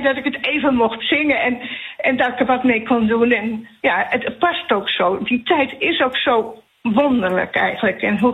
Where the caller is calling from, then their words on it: North Holland, Netherlands; ik kom zelf ook uit de Zaanstreek.